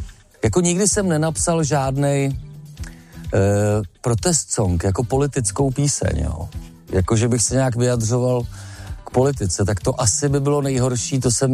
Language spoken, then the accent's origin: Czech; Jičín, Hradec Králové Region, Czechia; born or raised there